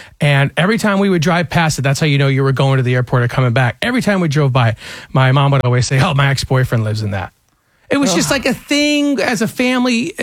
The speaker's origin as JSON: {"language": "English", "town": "Detroit", "region": "Michigan", "country": "United States", "tie": "born or raised there", "moved": "yes", "said": "I grew up in Detroit, the Motor City."}